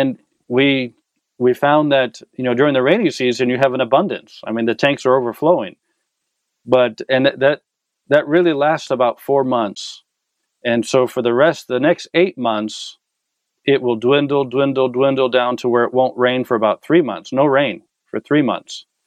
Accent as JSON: {"language": "English", "town": "San Diego", "region": "California", "country": "United States", "moved": "yes", "said": "I'm from San Diego, from a big city."}